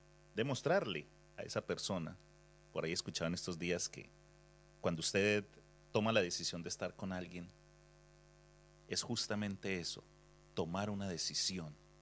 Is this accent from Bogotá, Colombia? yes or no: no; Cartago, Valle del Cauca, Colombia; él era de mi tierra, de Cartago Valle, Colombia